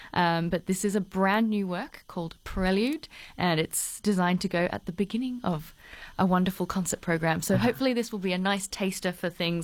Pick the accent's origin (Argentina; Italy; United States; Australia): Australia; I was the artist from Australia, along with … who some of you might know as quite an accomplished pop singer.